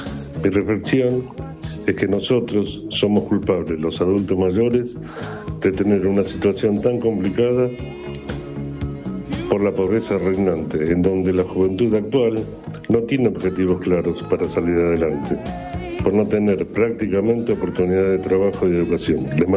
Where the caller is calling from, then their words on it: Castelar, Buenos Aires Province, Argentina; de Castelar. 71 años vividos con alegrías y tristezas como todos.